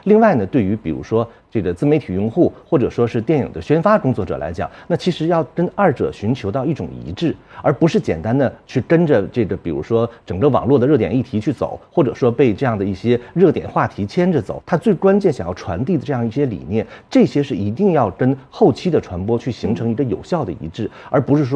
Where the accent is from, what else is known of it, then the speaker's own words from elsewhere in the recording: China; 我们非常荣幸生活在中国，因为我们作为中国人来讲